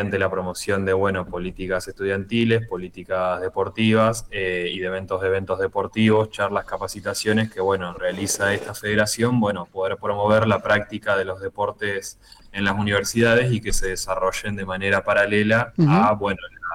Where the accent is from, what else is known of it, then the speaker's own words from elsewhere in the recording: Paraná, Entre Ríos, Argentina; Yo soy de Paraná